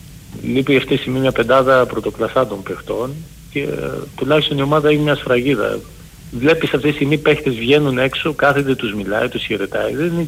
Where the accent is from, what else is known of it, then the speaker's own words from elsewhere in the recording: Volos, Thessaly, Greece; Μακάρι να έρθει και ο Κωνσταντέλιας, γιατί εγώ είμαι από Βόλο.